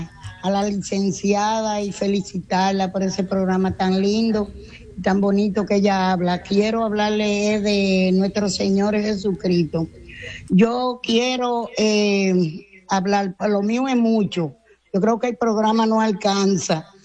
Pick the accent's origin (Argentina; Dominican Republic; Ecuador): Dominican Republic; Río Seco, La Vega; now in Licey al Medio, Dominican Republic; de allá de La Vega soy yo, de Río Seco, La Vega. Y vivo aquí en Licera al Medio, Santiago.